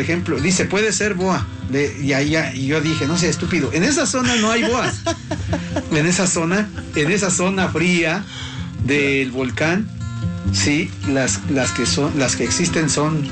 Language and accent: Spanish; Santa Inés Varela, Puebla, Mexico; a dar una clase a mi pueblo, en el cerro, allá hasta menciono el nombre del cerro, en el Potrero, así se llama un pueblo, una parte del campo de allí de mi pueblo, Santa Inés Varela, La Luz, La Chichuca, Puebla.